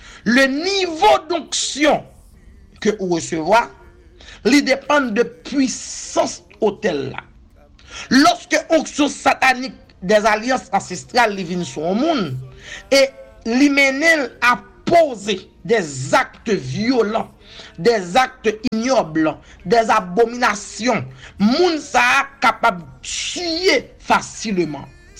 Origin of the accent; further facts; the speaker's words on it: Haiti; Pas de problème, je suis haïtien